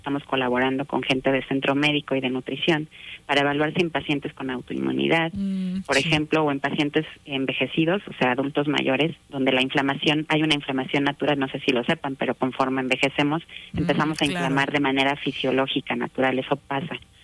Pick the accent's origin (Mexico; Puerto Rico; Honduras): Mexico; siendo mexicanos, trabajando desde México con estudiantes y talento mexicano